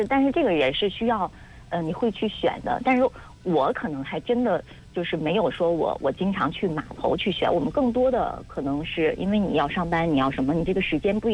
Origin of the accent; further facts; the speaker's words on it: Qinhuangdao, Hebei, China; 我们本地的市民